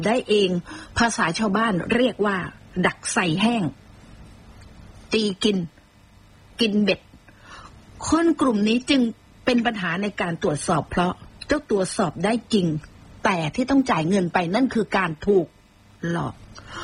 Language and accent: Thai; Phuket, Thailand; born there; ดิฉันนี่เกิดมาเป็นคนภูเก็ตโดยกำเนิดนะเกิดถนนดีบุก